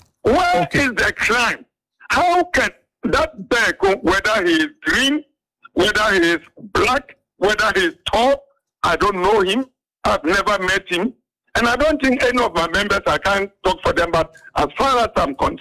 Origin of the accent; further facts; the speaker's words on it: Ghana; I did my work as a Ghanaian